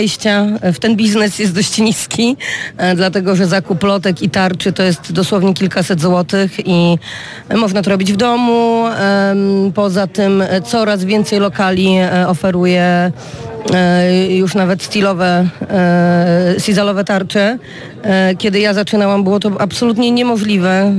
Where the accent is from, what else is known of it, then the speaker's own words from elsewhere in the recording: Kluczbork, Opole Voivodeship, Poland; born there; now in Wrocław, Poland; Urodziłam się w Kluczborku i jest to dla mnie absolutnie wyjątkowe miejsce.